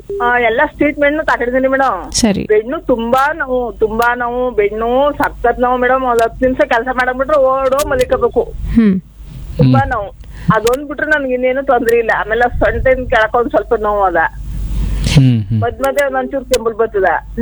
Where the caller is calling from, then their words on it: Mysore, Karnataka, India; ಮೈಸೂರಿಂದ. ಮಾತಾಡಿ … ಅವರೇ. ನಾವು ಹಳ್ಳಿಯವರು, ಇಲ್ಲಿ ಬಾಡಿಗೆಗಿರೋದು.